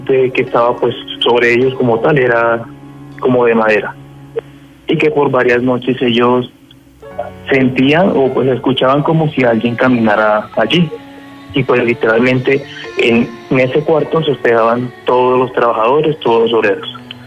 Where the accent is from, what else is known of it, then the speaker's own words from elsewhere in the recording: Caribbean Region, Colombia; yo también soy costeño